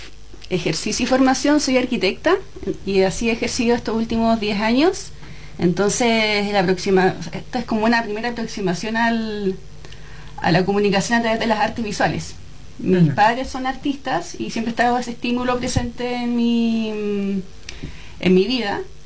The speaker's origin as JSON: {"language": "Spanish", "town": "Santiago", "region": "Santiago Metropolitan Region", "country": "Chile", "tie": "born or raised there", "also_born_or_lived": "Concepción / Panguipulli", "moved": "as an adult", "lives_now": "Valdivia, Chile", "said": "Pero me crié más bien en Santiago. Y hace ya 6 años que estoy aquí habitando en la región. Estuve viviendo un tiempo en Panguipulli, y hace unos años me estoy viviendo en la comuna de Valdivia"}